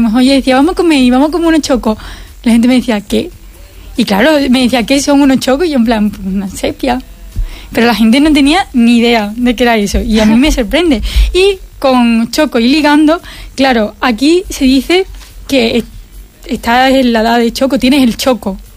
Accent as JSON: {"language": "Spanish", "town": "Lepe", "region": "Andalusia", "country": "Spain", "moved": "as an adult", "lives_now": "Madrid, Spain", "said": "Yo soy de Lepe, soy de aquí de Huelva, pero yo hace 3 años me fui a estudiar a Madrid."}